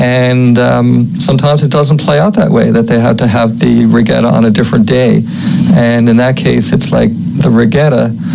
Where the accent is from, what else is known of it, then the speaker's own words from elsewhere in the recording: Newfoundland and Labrador, Canada; also born or lived in St. John's; now in Calgary, Canada; where I grew up in Newfoundland.